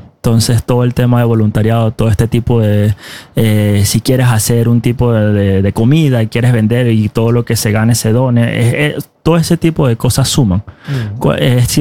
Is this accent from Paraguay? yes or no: no; Venezuela; moved away; Porque como venezolano a mí me duele mi país. Sí. Y en lo que yo pueda, desde la impotencia, desde que estoy lejos